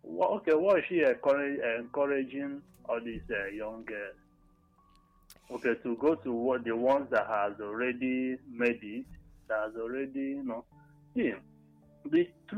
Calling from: Enugu, Enugu State, Nigeria; Good evening. … from Enugu.

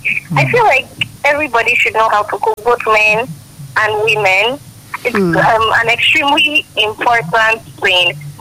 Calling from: Ibadan, Oyo, Nigeria; I'm calling from Akobo.

